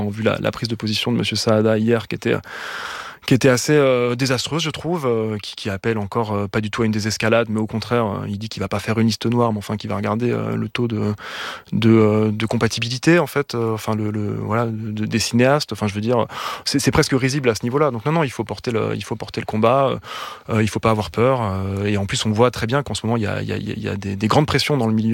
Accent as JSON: {"language": "French", "town": "Lyon", "region": "Auvergne-Rhône-Alpes", "country": "France", "tie": "born or raised there", "said": "Moi, j'ai grandi à Lyon, et à Lyon, il y a un endroit assez"}